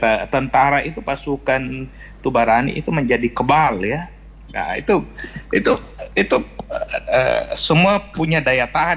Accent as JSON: {"language": "Indonesian", "town": "Galesong", "region": "South Sulawesi", "country": "Indonesia", "tie": "born or raised there", "said": "di kampung saya di Galesong"}